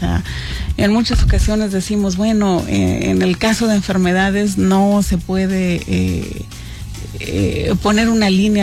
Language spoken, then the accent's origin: Spanish; Zacatecas, Mexico; born there; now in Coahuila, Mexico; yo nací en Zacatecas